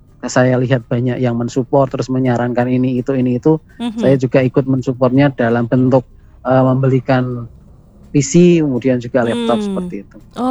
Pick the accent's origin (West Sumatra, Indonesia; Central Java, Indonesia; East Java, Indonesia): Central Java, Indonesia; Boyolali; Karena saya itu dari Boyolali Utara ke kota, ke pusat kota itu 1,5 jam perjalanan.